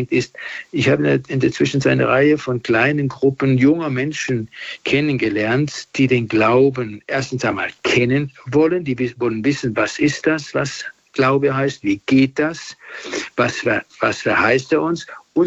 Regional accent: Germany; now in Rome, Italy; Seit ich in Rom bin, bin ich natürlich weiterhin sehr interessiert an meiner Heimat und auch an der katholischen Kirche in Deutschland.

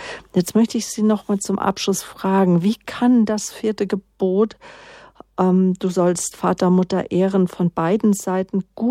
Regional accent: Munich, Bavaria, Germany; Ja, genau, wenn ich mal wieder hinkomme hier als Münchner.

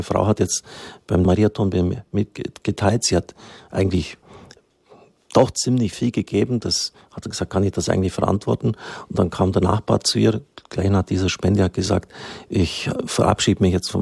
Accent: Swabia, Germany; bin ja auch ein Schwabe

